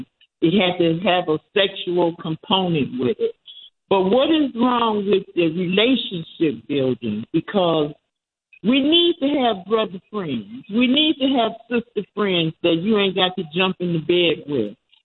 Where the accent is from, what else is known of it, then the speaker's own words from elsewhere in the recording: Detroit, Michigan, United States; also born or lived in Tennessee; now in North Carolina, United States; I'm from Detroit, I'm from Tennessee by way of Detroit. I've been in here